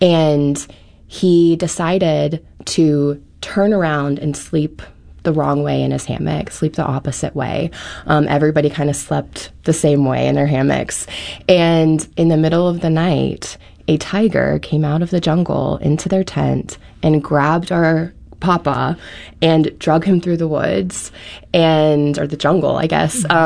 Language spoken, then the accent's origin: English; Apopka, Florida, United States; now in St. Louis, United States; we grew up in Apopka, Florida, on Golden Gem Road, amongst lots of orange groves.